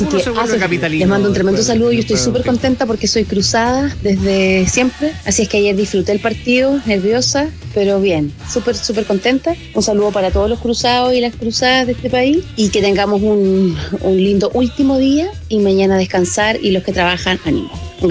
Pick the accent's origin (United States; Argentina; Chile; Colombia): Chile; Temuco, Araucanía; moved away as an adult; now in Santiago, Chile; yo viví en Temuco hasta los 18 años. Los primeros inviernos acá los pasé en polera.